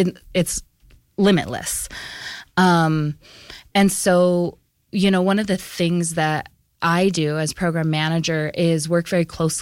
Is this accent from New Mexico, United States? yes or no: yes; New Mexico, United States; I'm the program manager, and I am born and raised in New Mexico